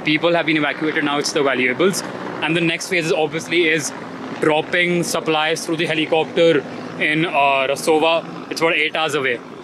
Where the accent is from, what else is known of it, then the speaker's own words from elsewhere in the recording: Delhi, India; We're from Delhi, and we landed just yesterday.